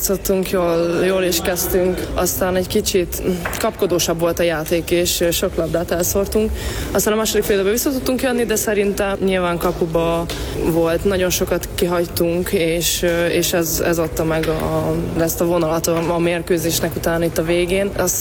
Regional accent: Hungary; magyarok vagyunk, Magyarországon játszunk

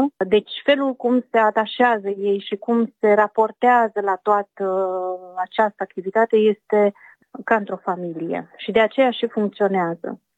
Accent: Romania; moved away; ca și româncă care sunt aici din, de foarte mulți ani, de 35 de ani

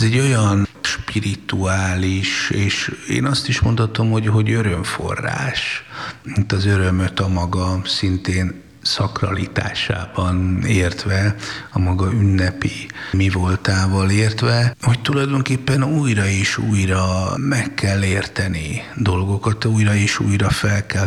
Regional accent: Szolnok, Jász-Nagykun-Szolnok, Hungary; én szolnoki vagyok

